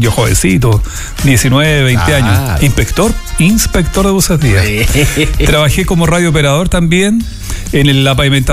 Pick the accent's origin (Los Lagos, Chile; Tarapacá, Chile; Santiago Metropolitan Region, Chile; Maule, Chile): Maule, Chile; Hualañé; En bus me vine desde Gualañé